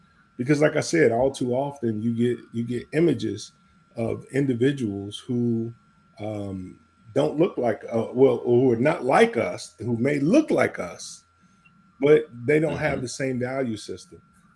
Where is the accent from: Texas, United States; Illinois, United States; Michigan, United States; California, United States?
Illinois, United States; Chicago; also born or lived in Gary, Indiana; I grew up in Jeffrey Manor on the south side of Chicago. I lived in Gary for a number of years as a kid. We moved around a lot.